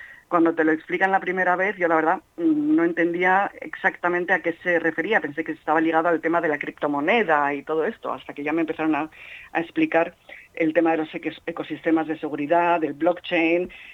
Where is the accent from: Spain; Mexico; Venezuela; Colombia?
Spain; Madrid, Community of Madrid; yo soy española, madrileña y de religión judía